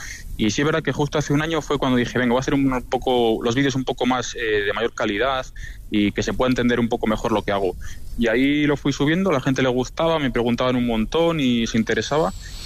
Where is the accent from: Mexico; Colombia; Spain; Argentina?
Spain; Villalcázar de Sirga, Castile and León; tengo 27 años y vengo de un pueblo muy pequeñito de Tierra de Campos, de Palencia. Uh-huh. Se llama Villalcázar de Sirga.